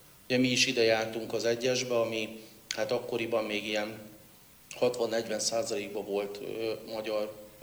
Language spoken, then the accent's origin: Hungarian; Hungary; ha érzik, hogy mi magyarként szeretjük őket